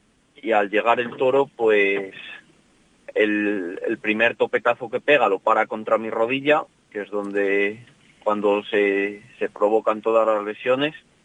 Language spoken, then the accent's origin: Spanish; Peñaranda, Castile and León, Spain; Peñaranda, pues es mi tierra, ¿no? Es donde yo vivo todos los días, donde convivo con la gente